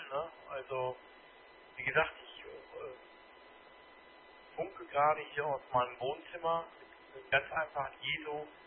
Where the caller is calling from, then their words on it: Bochum, North Rhine-Westphalia, Germany; ich rufe aus Bochum